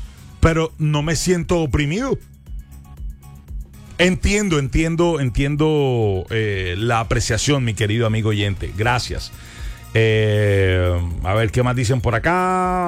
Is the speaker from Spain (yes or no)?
no; Colombia; lo flojos que somos los colombianos